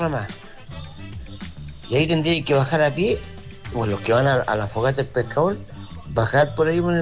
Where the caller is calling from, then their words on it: Valparaíso, Chile; yo sé porque soy porteño.